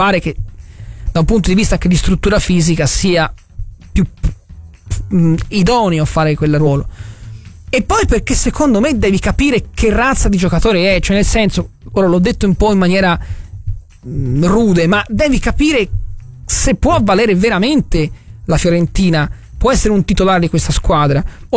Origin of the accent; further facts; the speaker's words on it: Tuscany, Italy; salutiamo gli amici di Rocca Tederighi, o di Tatti o di Boccheggiano, che sono le zone della mia terra maremmana